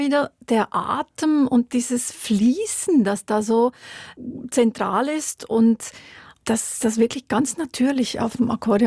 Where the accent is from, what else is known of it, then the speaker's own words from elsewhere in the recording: Wollerau, Schwyz, Switzerland; also ich bin in Wollerau aufgewachsen und da waren Ländler-Stubetten am Wochenende in so kleinen Beizen gehörten einfach zur Tradition